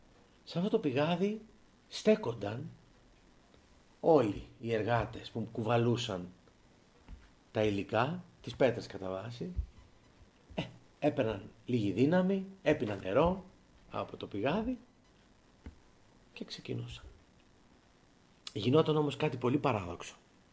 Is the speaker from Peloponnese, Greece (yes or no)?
no; Attica, Greece; born there; Θα σας πω κάτι από από την πατρίδα μου. Υπάρχει μια περιοχή, ένας δρόμος που ενώνει τα Μέγαρα με την Μάνδρα, την Ελευσίνα